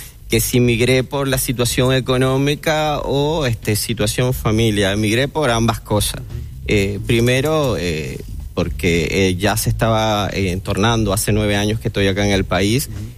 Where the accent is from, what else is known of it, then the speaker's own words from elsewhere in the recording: Uruguay; born there; Uruguay, yo nací acá en el Uruguay